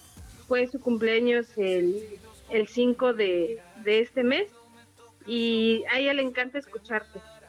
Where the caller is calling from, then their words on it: Chalco, State of Mexico, Mexico; Yo vivo en San Gregorio Cuauhtzingo, Chalco, Estado de México.